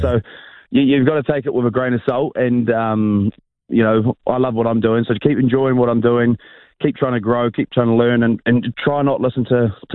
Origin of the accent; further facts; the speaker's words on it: Kerikeri, Northland, New Zealand; moved away as an adult; now in Dunedin, New Zealand; I'm from Northland.